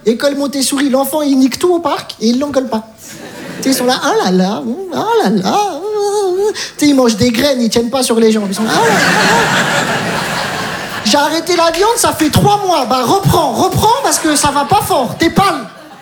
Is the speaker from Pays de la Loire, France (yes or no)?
no; Metz, Grand Est, France; Je viens de Metz, j'ai tout abandonné.